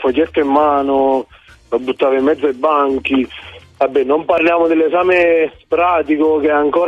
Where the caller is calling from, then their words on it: Terzigno, Campania, Italy; io sono di Terzigno